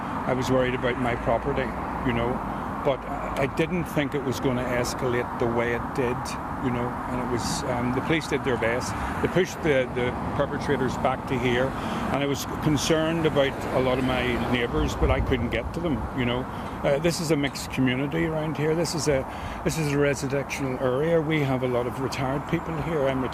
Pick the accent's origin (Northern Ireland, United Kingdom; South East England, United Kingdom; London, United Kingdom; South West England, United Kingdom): Northern Ireland, United Kingdom; Belfast; born there; Belfast is a lovely place, you know. And, you know, we get a lot of tourists here